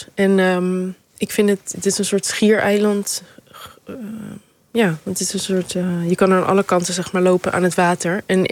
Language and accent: Dutch; Amsterdam, North Holland, Netherlands; moved away as an adult; now in Rotterdam, Netherlands